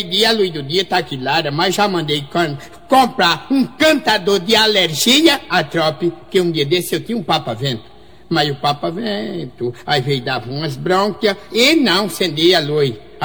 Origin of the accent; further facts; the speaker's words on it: Caruaru, Pernambuco, Brazil; Já, lá na minha terra, no Caruaru, eu era barbeiro na barbearia de Zé Careca.